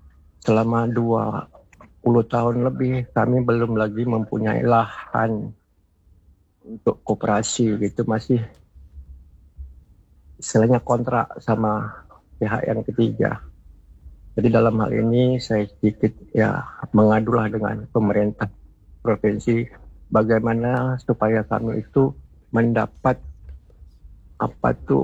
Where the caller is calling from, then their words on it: Mantang, Riau Islands, Indonesia; mungkin beliau kenal sama saya orang Mantang.